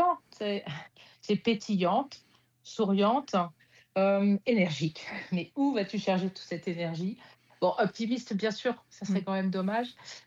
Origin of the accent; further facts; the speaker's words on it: Orléans, Centre-Val de Loire, France; born there; La Charité-sur-Loire, c'est une petite ville. Hein. Et puis, j'ai toujours d'ailleurs un frère. À 10 ans, on déménage de cette petite ville pour venir sur Orléans. Et Orléans, c'est une très grande ville par rapport à la Charité-sur-Loire. Et donc, tu vois, je suis arrivée à 10 ans et je n'en suis jamais repartie.